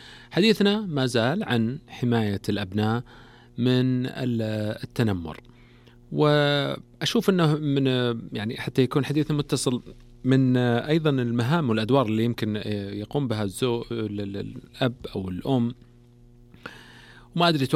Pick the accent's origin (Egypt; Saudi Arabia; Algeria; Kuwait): Saudi Arabia; في المملكة العربية السعودية